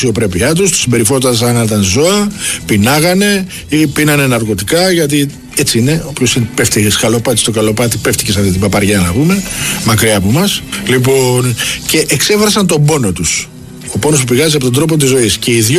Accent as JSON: {"language": "Greek", "town": "Piraeus", "region": "Attica", "country": "Greece", "tie": "born there", "said": "καταγωγή μου από τη Σκιάθο. Γεννημένος εδώ στο Πασαλιμάνι, αλλά η καταγωγή είναι από τη Σκιάθο."}